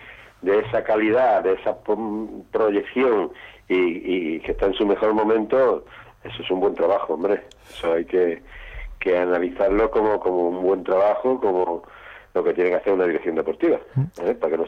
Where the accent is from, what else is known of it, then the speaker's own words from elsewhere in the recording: Málaga, Andalusia, Spain; los que nos gusta el fútbol formativo y somos de Málaga